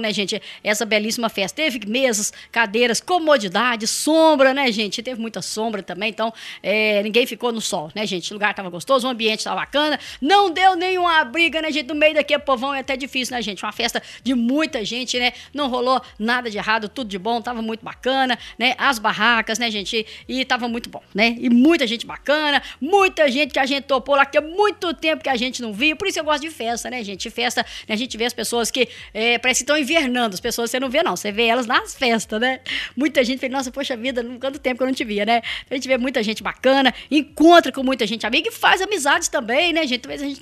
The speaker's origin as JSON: {"language": "Portuguese", "town": "Carmo do Cajuru", "region": "Minas Gerais", "country": "Brazil", "said": "Eu falei, não, sou de Cajuru."}